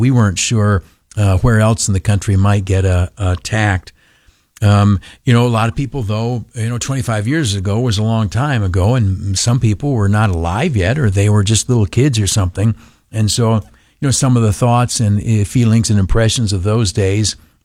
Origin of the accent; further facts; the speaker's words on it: United States; I'm an American, okay? I care about the United States of America.